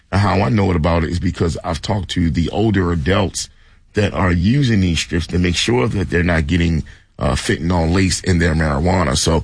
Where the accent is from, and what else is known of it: Baltimore, Maryland, United States; born or raised there